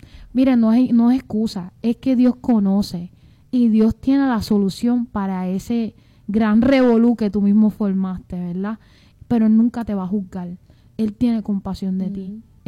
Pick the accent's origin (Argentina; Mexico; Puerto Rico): Puerto Rico; Somos boricua